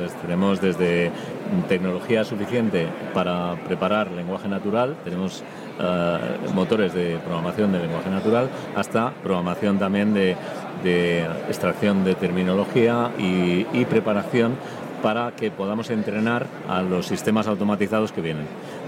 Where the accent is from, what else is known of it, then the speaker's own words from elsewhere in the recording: Spain; yo digo primer país porque soy español